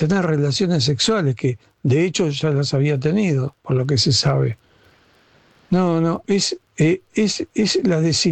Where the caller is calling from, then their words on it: Buenos Aires, Argentina; de Valvanera, Capital Federal.